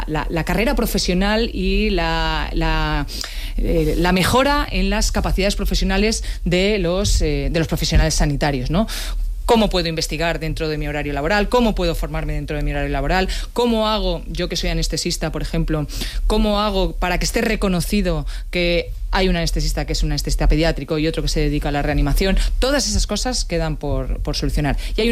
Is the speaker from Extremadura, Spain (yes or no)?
no; Community of Madrid, Spain; como ministra y como madrileña